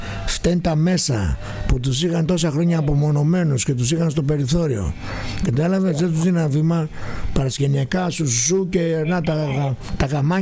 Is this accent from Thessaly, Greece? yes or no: no; Thessaloniki, Central Macedonia, Greece; moved away as an adult; now in Katerini, Greece; όταν ήρθα στην Κατερίνη από τη Θεσσαλονίκη, δεν με Κατερίνη, εγώ από τη Θεσσαλονίκη.